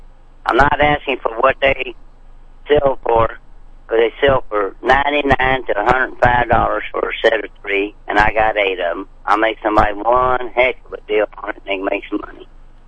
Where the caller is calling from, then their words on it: Franklin, Missouri, United States; Franklin, Missouri.